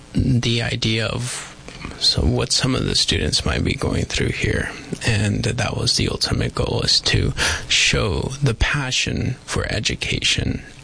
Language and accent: English; Arkansas, United States; moved away as an adult; also born or lived in Salinas, California; now in Yuma, United States; So I was born in Salinas, California, and at age 3, we moved to Northwest Arkansas. I was raised there for my entire life and went to public school there, and I started my early adulthood there as well. So my community is in Northwest Arkansas